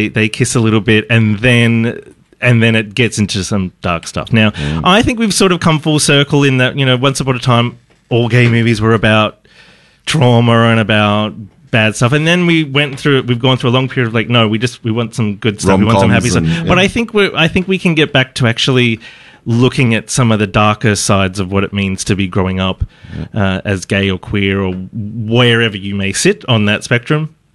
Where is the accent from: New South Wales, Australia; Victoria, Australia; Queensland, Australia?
Victoria, Australia; Geelong; I grew up in Geelong.